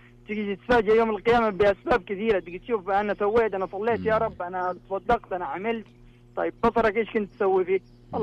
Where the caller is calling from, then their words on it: Riyadh, Riyadh Province, Saudi Arabia; من الرياض.